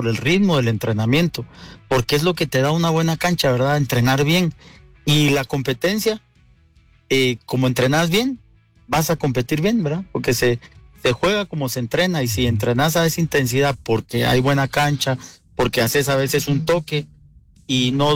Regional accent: Guatemala; now in Costa Rica

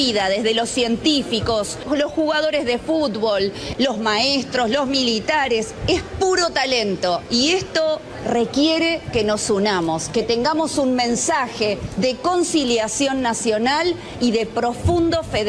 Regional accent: Argentina; Que somos argentinos bendecidos por los paisajes, los climas, los recursos naturales

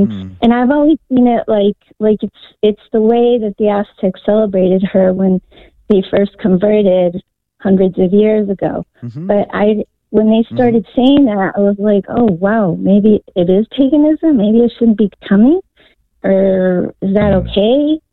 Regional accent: Mexico; Well, I'm from Mexico, and on the 12th of December, every year, we do like a celebration for the Virgin

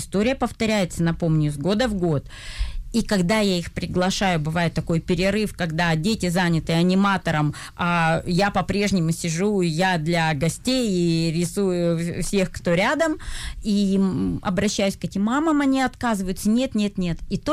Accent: Southern Urals, Russia; moved away; я выросла на Южном Урале, и мой маленький городочек был окружен зонами

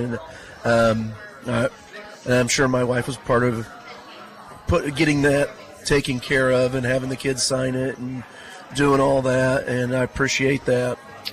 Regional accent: Indiana, United States; moved away; doing it kind of back in my hometown there.

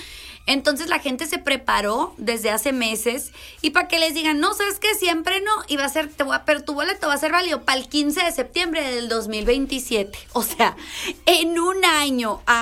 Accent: Mexico; esa mala fama que ya tenemos como mexicanos

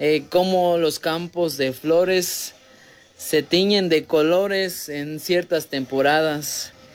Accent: Rafael Delgado, Veracruz, Mexico; Nosotros somos de aquí, de Rafael Delgado, entre las altas montañas de Veracruz.

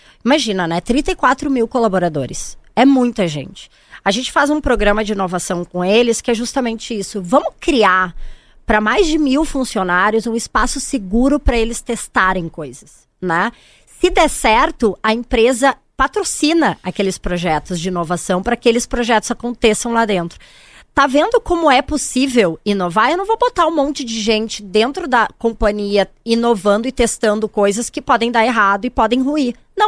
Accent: Rio Grande do Sul, Brazil; Eu sou gaúcha, né, como todos puderam perceber pelo meu sotaque.

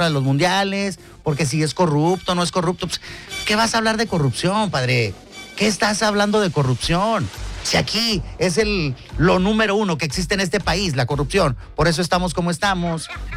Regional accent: Ciudad Juárez, Chihuahua, Mexico; also born or lived in Fresnillo, Zacatecas; No, gordo, soy mexicano. Nací, te voy a decir así de sencillo. Nací el 22 de noviembre de 1972 en el rancho El Refugio de Ábrego, municipio de Fresnillo, Zacatecas, patrimonio de la humanidad. A los 9 meses de nacido me trajeron a Ciudad Juárez

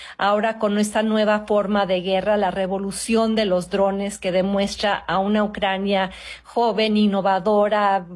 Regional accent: Mexico; moved away; aunque esté fuera de México, siempre tengo la mirada y el corazón puesto en mi país.

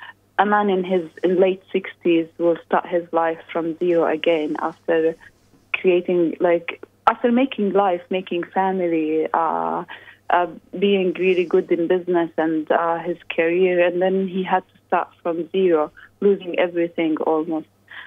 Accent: Jordan; now in Australia; me as a Palestinian who was born and raised in Jordan

